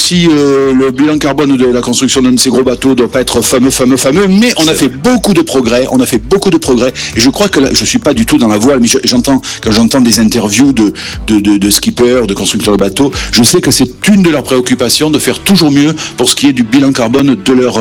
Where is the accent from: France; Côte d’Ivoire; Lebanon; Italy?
France; Saint-Tropez, Provence-Alpes-Côte d'Azur; moi je suis né à Saint-Tropez, je suis un enfant du pays